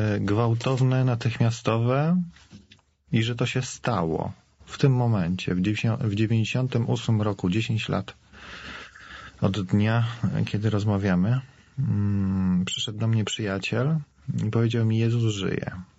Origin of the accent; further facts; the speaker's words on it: Łomża, Podlaskie Voivodeship, Poland; ponieważ pochodzę z małego miasta, to te ruchy w Kościele, które pojawiały się 10-15 lat temu w Warszawie, musiały pokonać jeszcze te 150 kilometrów pomiędzy Warszawą a Łomżą